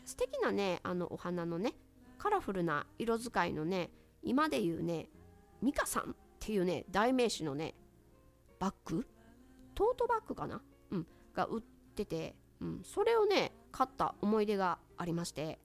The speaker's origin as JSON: {"language": "Japanese", "town": "Tsu", "region": "Mie", "country": "Japan", "tie": "born or raised there", "said": "私は三重県の出身なんですけれども、津市っていうところのね出身でして"}